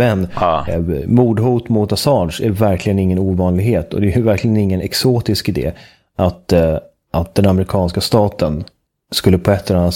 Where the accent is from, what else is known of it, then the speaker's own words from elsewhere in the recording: Sweden; mitt hemland